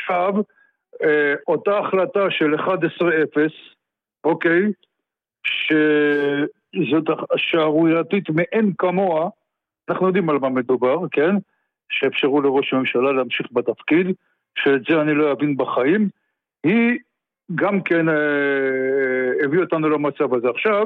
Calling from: Petah Tikva, Central District, Israel; אני מפתח תקווה.

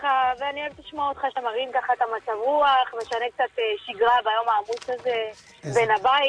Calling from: Yavne, Central District, Israel

